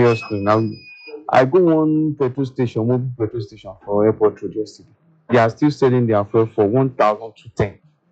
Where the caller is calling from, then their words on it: Bagada, Nigeria; I'm calling from Bagada.